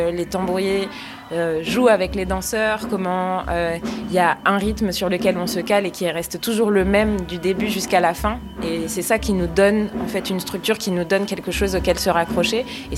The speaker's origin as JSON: {"language": "French", "country": "Martinique", "lives_now": "Benin", "said": "c'est en Manya Vive, qui est traditionnelle de chez nous en Martinique. Et donc j'ai voulu observer la même chose dans les danses et dans les musiques traditionnelles ici au Bénin"}